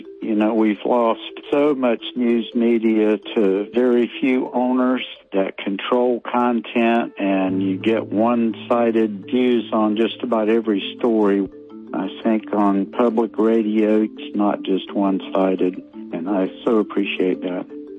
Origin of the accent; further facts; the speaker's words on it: Morehead City, North Carolina, United States; from Moorhead City.